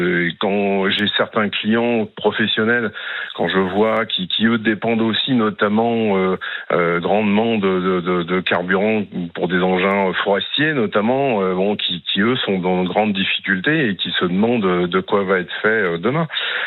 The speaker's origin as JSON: {"language": "French", "region": "Hauts-de-France", "country": "France", "tie": "born there", "moved": "yes", "lives_now": "Aveyron, France", "said": "Il y a des villes même de 20 000 habitants dont où je suis né dans l'Oise, donc plutôt au nord de Paris, 20 000 habitants"}